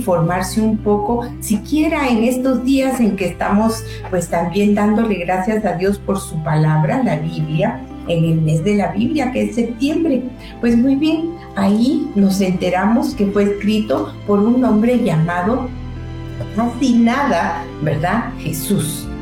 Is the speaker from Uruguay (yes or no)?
no; Guatemala; nuestro papel como ciudadanos guatemaltecos.